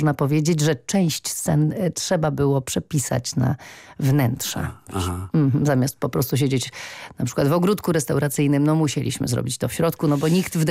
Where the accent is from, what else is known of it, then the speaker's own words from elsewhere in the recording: Austria; born there; Polish is a second language; Nie jestem włoskojęzyczną aktorką, jestem niemieckojęzyczną aktorką. Urodziłam się w Austrii.